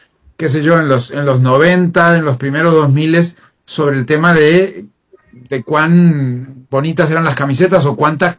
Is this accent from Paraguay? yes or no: no; Uruguay; now in Costa Rica; Yo soy uruguayo viviendo en Costa Rica